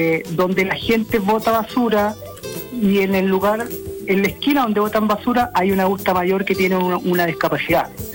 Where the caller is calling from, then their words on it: Osorno, Los Lagos, Chile; Del sector Vista Hermosa, Rahue Alto, Osorno.